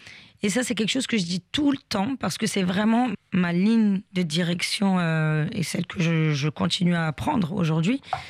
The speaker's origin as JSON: {"language": "French", "country": "France", "tie": "born there", "said": "Je suis algérienne, de mes deux parents, ouais. donc 100% algérienne. Mais mes parents ont fait que je suis née en France."}